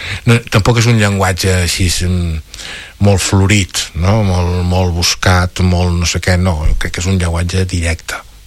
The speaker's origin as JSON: {"language": "Catalan", "town": "Figueres", "region": "Catalonia", "country": "Spain", "said": "jo sóc de Figueres"}